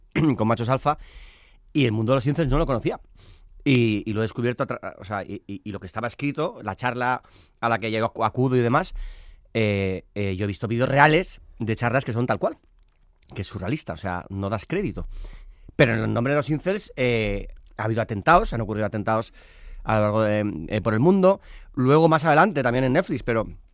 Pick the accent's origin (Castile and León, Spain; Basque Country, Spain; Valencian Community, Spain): Basque Country, Spain; Y yo soy muy friolero. Soy vasco, sí